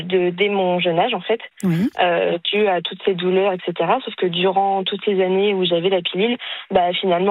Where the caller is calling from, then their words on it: Pays de la Loire, France; J'habite en Vendée.